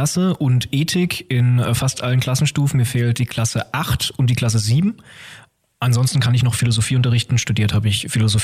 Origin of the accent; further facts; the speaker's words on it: Karlsruhe, Baden-Württemberg, Germany; born there; accent: Bavarian; moved away; Ich komme aus der Konkurrenzregion zu Schwaben, nämlich aus Baden, aus der schönen Stadt Karlsruhe. Und den Dialekt kann ich zwar selbst nicht, weil meine Familie ursprünglich aus Bayern kommt und dementsprechend eher das Bayerische drin ist. Auch nur dann, wenn mit mir Bayerisch gesprochen wird, interessanterweise.